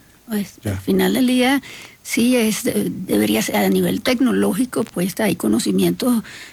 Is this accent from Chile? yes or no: no; Venezuela; now in Mexico; Fíjate, nosotros como venezolanos nos impacta mucho el tema de los gastos hidráulicos y de cómo se hacen las cosas.